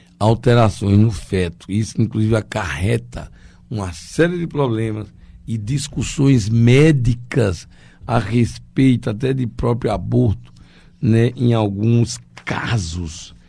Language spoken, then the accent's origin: Portuguese; Campina Grande, Paraíba, Brazil; daqui de Campina Grande, a minha cidade natal.